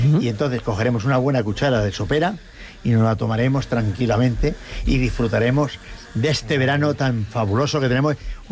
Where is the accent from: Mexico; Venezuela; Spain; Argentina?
Spain; Toledo, Castilla-La Mancha; Don Juan Carlos, buenas tardes. … de Toledo.